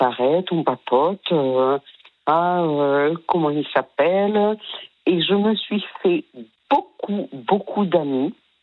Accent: Le Tampon, Réunion; Après, voilà, le hasard, c'est que je suis réunionnaise.

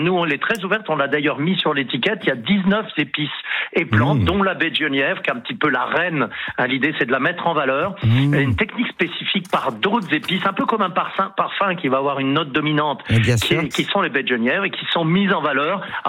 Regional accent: France; en tant que Français

